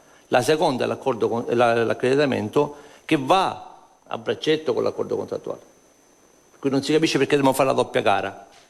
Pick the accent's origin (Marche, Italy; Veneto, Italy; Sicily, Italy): Sicily, Italy; La regione Sicilia, noi siamo siciliani